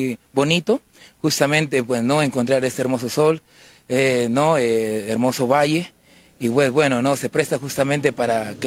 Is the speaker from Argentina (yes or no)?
no; Trujillo, La Libertad, Peru; trujillano, justamente de pura cepa.